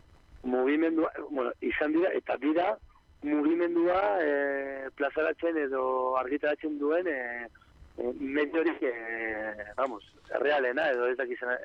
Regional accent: Bilbao, Basque Country, Spain; Osea, ni bilbotarra naiz eta kolorea hau ikusten dut, egunero.

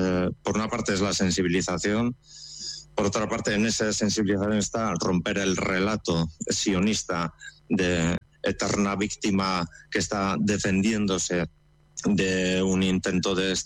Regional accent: Basque Country, Spain; Como ciudadanos de Euskal Herria y como parte europea, somos parte del engranaje imperialista

